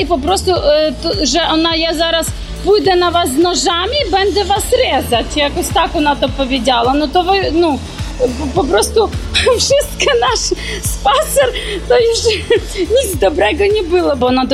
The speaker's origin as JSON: {"language": "Polish", "country": "Ukraine", "moved": "yes", "lives_now": "Poland", "said": "Jestem z Ukrainy."}